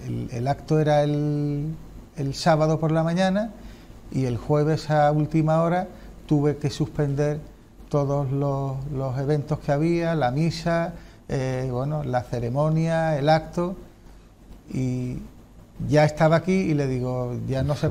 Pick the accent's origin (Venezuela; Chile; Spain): Spain; Jerez de la Frontera, Andalusia; yo soy de Jerez